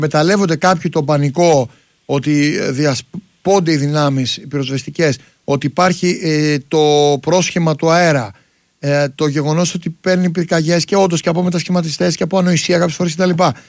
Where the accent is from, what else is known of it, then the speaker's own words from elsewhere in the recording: Athens, Attica, Greece; also born or lived in Karystos, Euboea; Γεννήθηκα μεγάλο στην Αθήνα, αλλά πηγαίνω συνέχεια και είναι οι γονείς μου εκεί